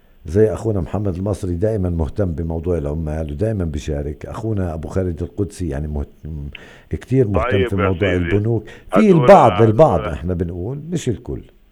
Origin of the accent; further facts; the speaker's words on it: Hebron, Hebron Governorate, Palestine; ما فيش ساعة بتمر بدون اعتداءات في منطقة مسافة يطا تحديدا عندنا بالخليل.